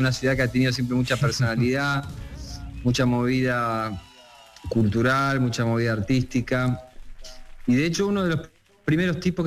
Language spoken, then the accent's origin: Spanish; Rosario, Santa Fe, Argentina; also born or lived in Concordia; Nací en Rosario, uh-huh, me crié también por cuestiones familiares entre Rosario y Concordia, que es una ciudad más pequeñita aún.